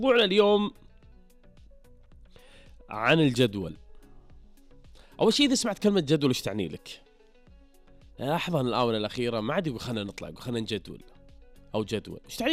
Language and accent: Arabic; Saudi Arabia